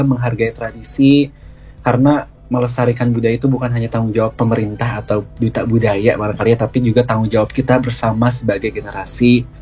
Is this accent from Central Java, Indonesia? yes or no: no; West Java, Indonesia; Takutnya kita udah lupa, kita Sunda nama panggitan hare-hare gitu ya.